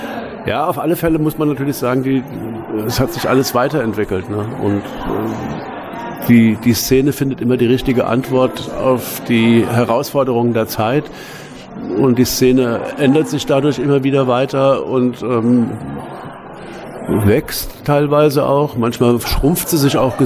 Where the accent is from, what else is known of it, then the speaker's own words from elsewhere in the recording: Frankfurt, Hesse, Germany; wir Frankfurter DJs